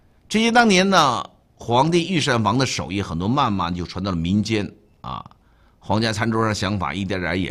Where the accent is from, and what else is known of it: China